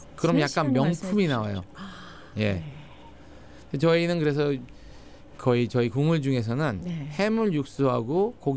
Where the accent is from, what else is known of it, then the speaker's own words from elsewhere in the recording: South Korea; now in Los Angeles, United States; 한국 사람으로서